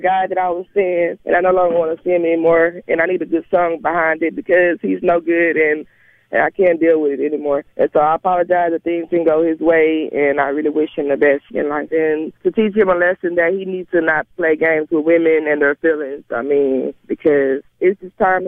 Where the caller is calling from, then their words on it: Long Beach, California, United States; I'm calling from Long Beach.